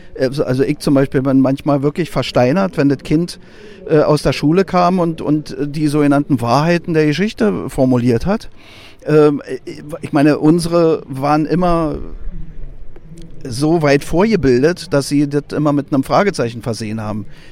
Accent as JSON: {"language": "German", "country": "Germany", "said": "von wo kommst du denn? Aus Deutschland."}